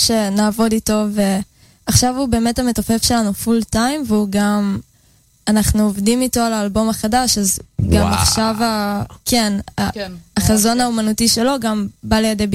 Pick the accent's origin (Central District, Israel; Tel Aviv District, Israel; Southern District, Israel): Tel Aviv District, Israel; Jaffa